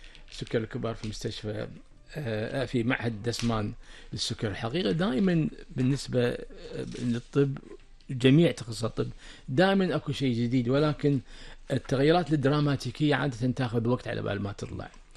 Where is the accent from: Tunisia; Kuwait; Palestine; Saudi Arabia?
Kuwait; كما يحدث عندنا في الكويت